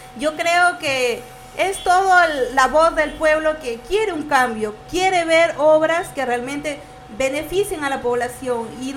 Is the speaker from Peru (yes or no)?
yes; Túcume, Lambayeque, Peru; Yo soy del pueblo joven Federico Villarreal.